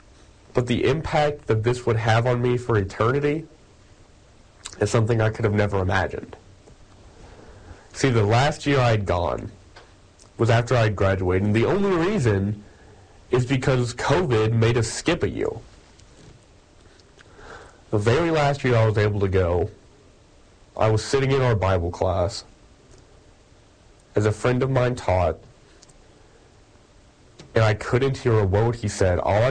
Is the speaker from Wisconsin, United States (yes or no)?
no; Little Rock, Arkansas, United States; moved away as an adult; now in Paragould, United States; I'm from Little Rock, Arkansas. The college I go to is in Paragould, about 2.5 hours away.